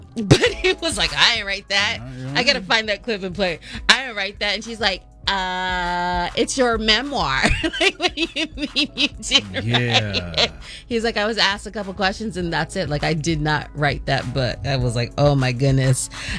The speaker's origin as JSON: {"language": "English", "town": "Santa Maria", "region": "California", "country": "United States", "said": "This is a real story because you guys know I'm from Santa Maria."}